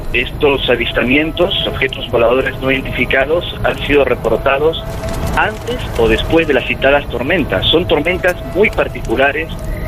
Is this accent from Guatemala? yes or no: no; Peru; now in Argentina; fundar coordinaciones de este comité, tanto en Argentina como en mi país de origen, en el Perú